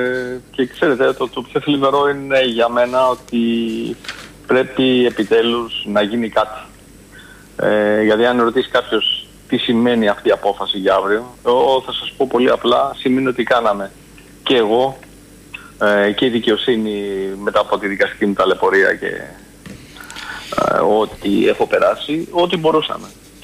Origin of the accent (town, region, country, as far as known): Greece